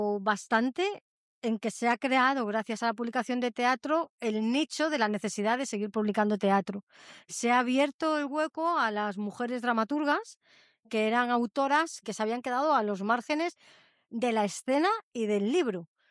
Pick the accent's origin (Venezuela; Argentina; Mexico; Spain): Spain; Madrid, Community of Madrid; now in Bilbao, Spain; yo no vivo aquí en Bilbao, claro, yo soy de Madrid. Y me he mudado hace 3 años aquí